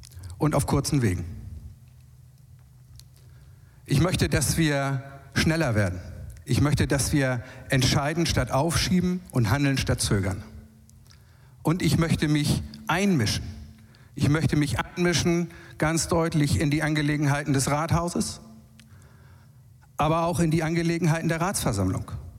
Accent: Heide, Schleswig-Holstein, Germany; was 100% Heide für mich ist. Das ist meine Bereitschaft, jeden Tag mit voller Kraft. Das ist meine Heimat. Ich bin hier verwurzelt. Ich habe hier in diesen Räumen gelebt.

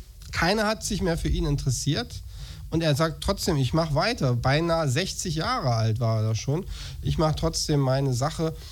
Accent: Viersen, North Rhine-Westphalia, Germany; Ich komme ja aus dem Niederrhein, aus Viersen.

